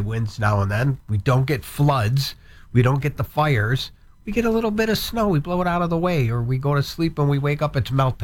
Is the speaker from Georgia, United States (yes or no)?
no; Buffalo, New York, United States; I'm from Buffalo